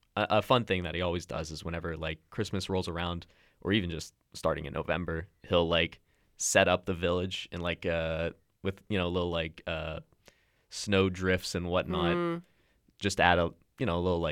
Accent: Canada; I'm a Canadian citizen since my birth.

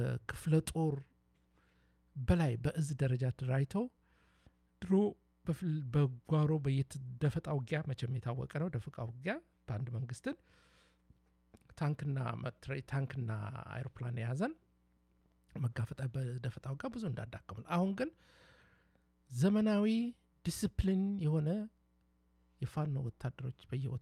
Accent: Dire Dawa, Ethiopia; Amharic is a second language; ቢሆንም ለመናገር አቅተኛ በኦሮምኛውን ሞክራለሁ ሶማሊኛውን ሞክራለሁ። ለምን ድሬ ተወልጄ ያደኩኝ ሁሉንም እንደዛው እንዋደዳለን እንወዳለን።

